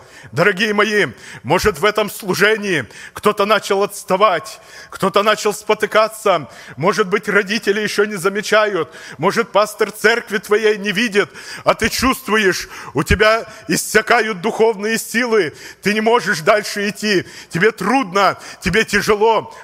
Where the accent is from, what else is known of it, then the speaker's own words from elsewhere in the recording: Tashkent Region, Uzbekistan; Я родился в Узбекистане, недалеко от Ташкента.